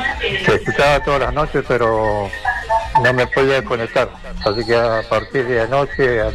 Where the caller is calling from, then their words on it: Carmen de Patagones, Buenos Aires Province, Argentina; de Carmen de Patagones, provincia de Buenos Aires.